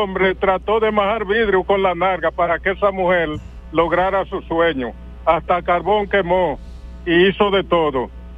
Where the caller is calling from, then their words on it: La Descubierta, Independencia, Dominican Republic; La tormenta seca, la descubierta, ….